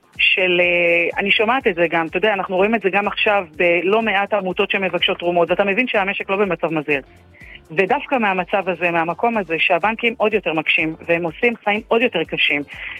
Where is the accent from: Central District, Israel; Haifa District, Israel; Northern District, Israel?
Haifa District, Israel; אני מהקריות.